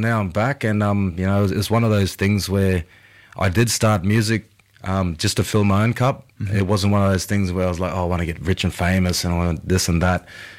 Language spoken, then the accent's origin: English; Jumbun, Queensland, Australia; moved away as an adult; also born or lived in Townsville; now in Brisbane, Australia; originally I'm from North Queensland, a little place called Jumbin. It's an small Aboriginal community. Originally also, that's my Gidame side